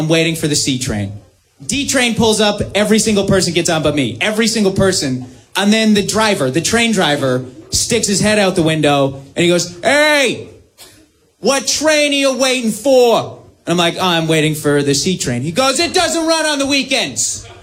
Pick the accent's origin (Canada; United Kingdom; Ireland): Canada; now in United States; I'm actually from Canada. I know, exotic, quite impressive. And I've been living here in the States for a little while now.